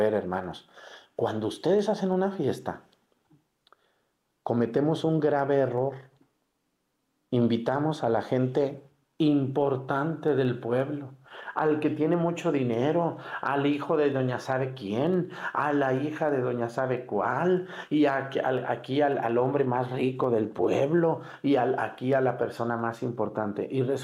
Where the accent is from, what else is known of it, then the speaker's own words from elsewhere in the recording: Mexticacán, Jalisco, Mexico; Cuando en mi pueblo, en Mexicacán, inauguramos la Virgen del Carmen